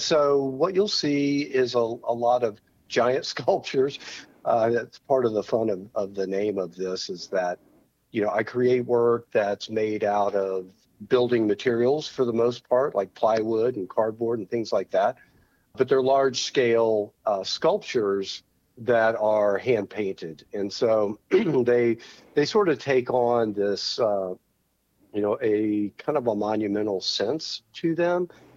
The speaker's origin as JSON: {"language": "English", "town": "Houston", "region": "Texas", "country": "United States", "tie": "born or raised there", "said": "I grew up in Houston. I am the son of a bull rider and a ballerina."}